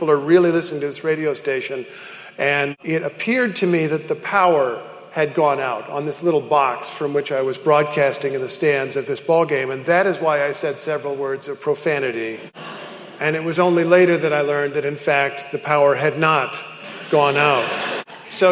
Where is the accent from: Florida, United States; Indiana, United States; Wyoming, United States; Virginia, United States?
Indiana, United States; Carmel; moved away as an adult; also born or lived in Kentucky; I'm originally from Indiana, from Carmel, a suburb of Indianapolis